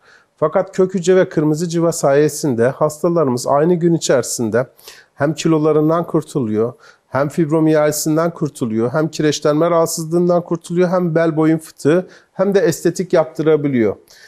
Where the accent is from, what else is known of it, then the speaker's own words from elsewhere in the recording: Gaziantep, Turkey; benim memleketim Gaziantep